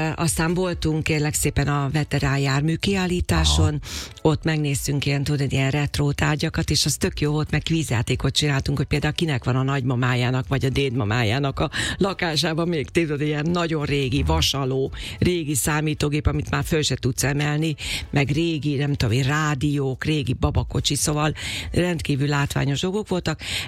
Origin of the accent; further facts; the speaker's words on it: Makó, Csongrád-Csanád, Hungary; moved away; szülővárosomban, Makón